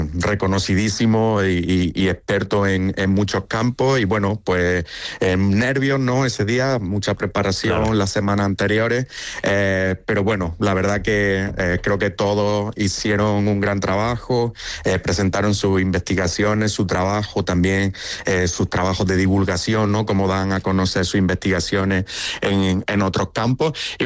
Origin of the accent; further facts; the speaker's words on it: Andalusia, Spain; moved away as an adult; yo siempre quise volver a casa, volver a mi tierra en Andalucía para convertirme en investigador profesional y bueno, desde agosto he podido hacerlo